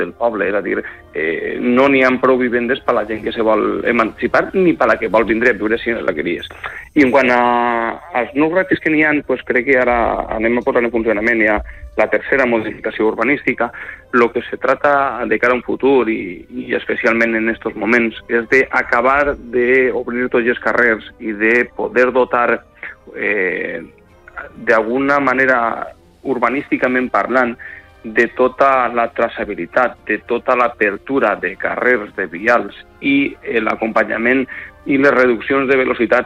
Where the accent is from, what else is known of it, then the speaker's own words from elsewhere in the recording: Les Alqueries, Valencian Community, Spain; la música forma part de la nostra cultura, de la cultura com a poble, de la cultura com a valencians, i la interpretació magnífica de la Unió Municipal Alqueriense crec que reflecteix l'esperit del poble de les Alqueries